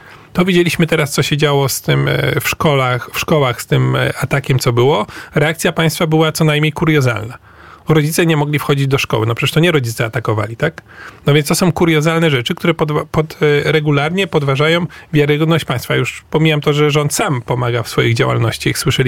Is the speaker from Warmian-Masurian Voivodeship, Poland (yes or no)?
yes; Orneta, Warmian-Masurian Voivodeship, Poland; jak ja pochodzę z Ornety i mogę zrobić Komisję Ornecką.